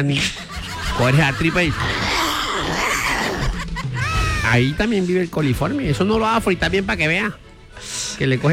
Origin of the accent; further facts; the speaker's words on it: El Carmen de Bolívar, Bolívar, Colombia; moved away; yo me crié allá en el Carmen de Bolívar.